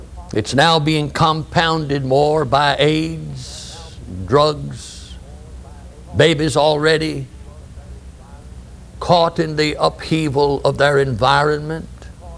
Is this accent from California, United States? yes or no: no; Washington, District of Columbia, United States; moved away; As I grew up in Washington, D.C., and pastored there later on as a Christian